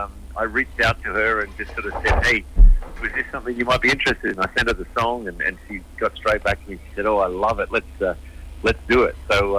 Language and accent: English; Wagga Wagga, New South Wales, Australia; I grew up in Wagga, so I'm very, Wagga and Goulburn are very similar in winter.